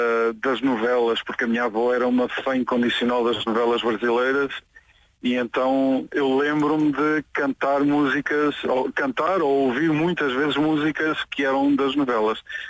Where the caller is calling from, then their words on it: Mira, Centro, Portugal; Nós somos de Mira.